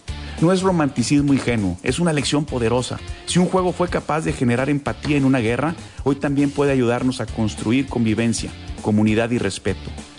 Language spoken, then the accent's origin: Spanish; Mexico; recordarnos que más allá de nuestras diferencias, compartimos algo esencial. Todos somos mexicanos.